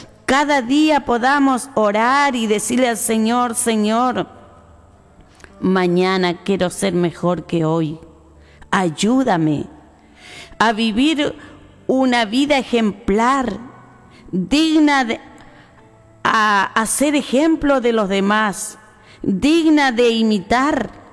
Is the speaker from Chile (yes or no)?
yes; Chile; como chilenos que somos